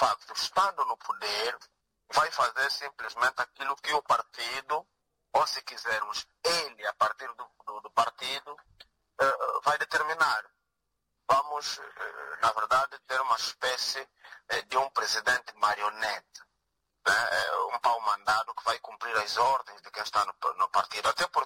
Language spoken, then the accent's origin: Portuguese; Angola; enquanto angolano